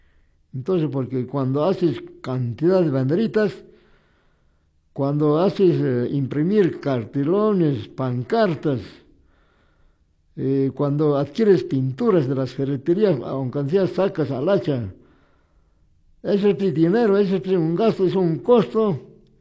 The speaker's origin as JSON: {"language": "Spanish", "region": "Cusco", "country": "Peru", "said": "Porque somos del Perú. Somos del Perú, de la provincia de Chumbivilcas, amigos oyentes."}